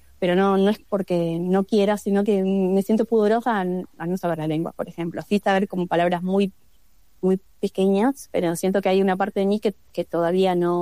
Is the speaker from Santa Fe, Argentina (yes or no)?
no; Carmen de Patagones, Buenos Aires Province, Argentina; also born or lived in Viedma; now in Bahía Blanca, Argentina; nací en Viedma, pero por esa cuestión de que Patagones y Viedma son ciudades hermanas y el médico de mi mamá la mandó a parir a Viedma, pero toda mi vida pasó en Patagones